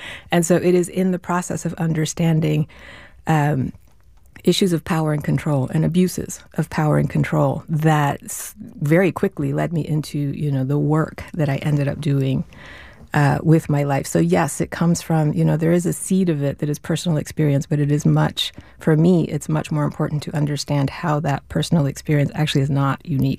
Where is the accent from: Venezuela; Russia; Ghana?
Venezuela; born or raised there; now in United States